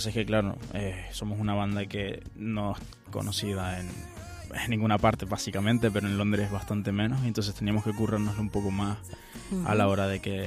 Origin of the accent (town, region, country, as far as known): Tenerife, Canary Islands, Spain; born there; also born or lived in Venezuela